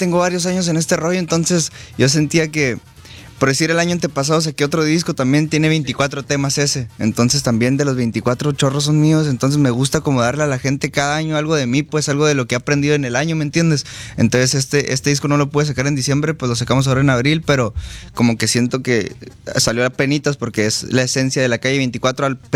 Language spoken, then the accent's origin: Spanish; Cuauhtémoc, Chihuahua, Mexico; now in Guadalajara, Mexico; yo soy de Chihuahua. Chihuahua. Sí, de Cuauhtémoc, Chihuahua.